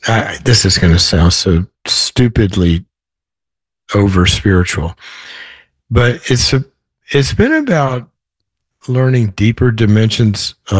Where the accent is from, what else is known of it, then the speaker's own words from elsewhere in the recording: the South, United States; also born or lived in Los Angeles; now in Nashville, United States; I'm from the South, so I lived in L.A. forever. And coming back here is sort of like coming home in a way.